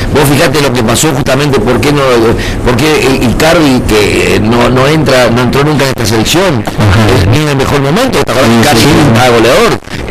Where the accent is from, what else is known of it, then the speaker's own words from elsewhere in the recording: Argentina; Aparte nosotros somos argentinos, que queremos ganar.